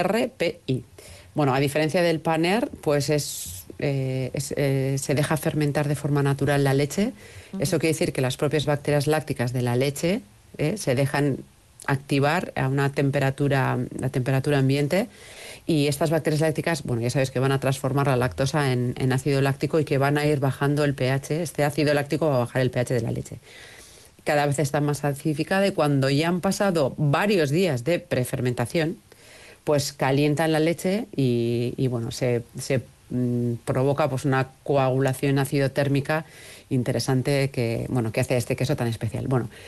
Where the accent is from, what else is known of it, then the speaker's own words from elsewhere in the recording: Basque Country, Spain; Hay, como vascos, pues las montañas las reconocemos y sabemos, ¿no?